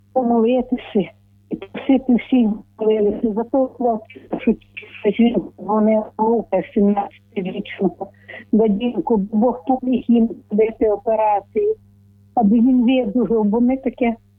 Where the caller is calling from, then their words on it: Chernivtsi, Chernivtsi Oblast, Ukraine; ми з Чернівців